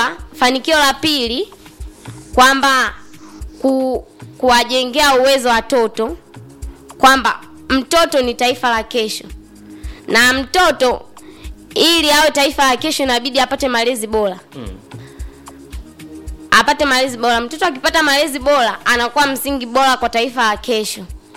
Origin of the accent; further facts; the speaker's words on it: Kilogota, Tanzania; Natokea kata ya Kilogota.